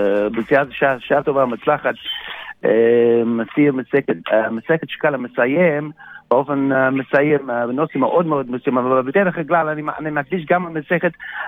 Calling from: Beit Shemesh, Jerusalem District, Israel; אני בבית שמש

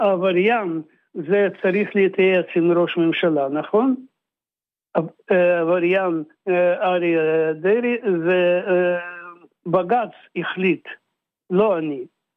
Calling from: the Krayot, Haifa District, Israel; קריות זה בסדר. אני אמרתי לך, קריות.

